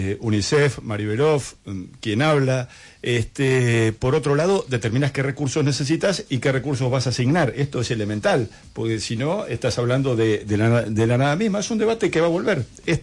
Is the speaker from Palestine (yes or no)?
no; Chubut, Argentina; Imagínate en Chubut, de donde vengo